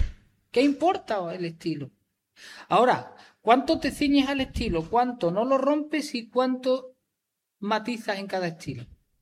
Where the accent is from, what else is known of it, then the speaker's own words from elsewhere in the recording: Galicia, Spain; que no es más que yo soy gallego porque me considero mucha honra